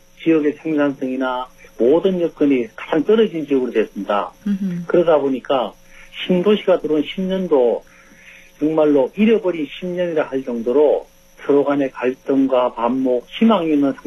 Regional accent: Yecheon, North Gyeongsang, South Korea; born or raised there

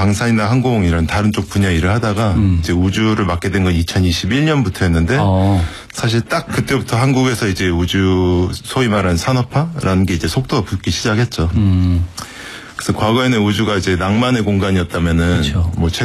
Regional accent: Japan; 제가 어렸을 때 일본에서 자랐는데요.

